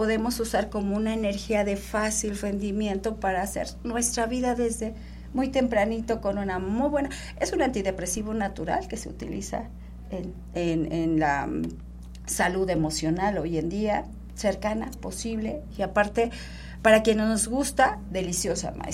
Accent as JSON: {"language": "Spanish", "region": "Hidalgo", "country": "Mexico", "tie": "born or raised there", "lives_now": "Cholula, Mexico", "said": "he vivido más acá que en mi pueblo, que es Zapán Hidalgo, que es chiquito, es bonito"}